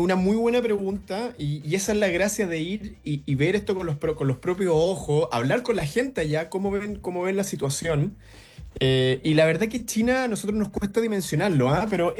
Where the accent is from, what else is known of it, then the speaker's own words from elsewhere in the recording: Chile; Yo, si soy de Chile